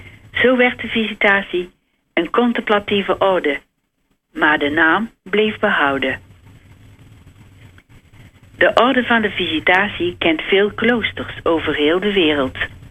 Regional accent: Zevenbergen, North Brabant, Netherlands; Ik kom uit Zevenbergen in Noord-Brabant.

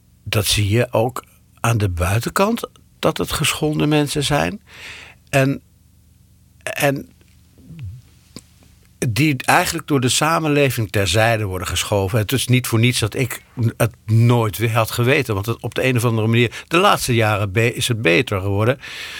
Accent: North Holland, Netherlands; born there; Ik ben geboren in het Gooi.

